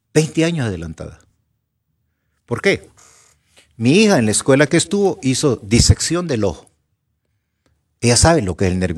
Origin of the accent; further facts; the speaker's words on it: La Trinidad, Comayagua, Honduras; El otro día platicaba yo con unos niños de allá de mi pueblo, la Trinidad Comayagua.